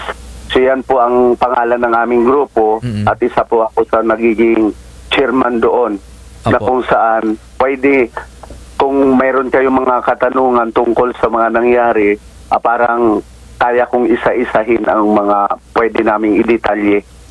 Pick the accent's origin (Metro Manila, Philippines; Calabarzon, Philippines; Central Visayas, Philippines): Central Visayas, Philippines; Cebu; now in Coron, Philippines; Ako po ay taga Cebu na 1983, nandito na po kami sa bayan ng Coron.